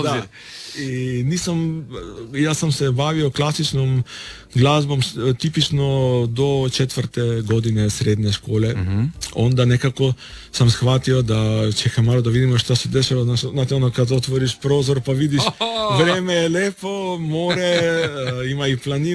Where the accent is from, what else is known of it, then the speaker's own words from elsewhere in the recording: North Macedonia; moved away; ja inače dolazim iz Makedonije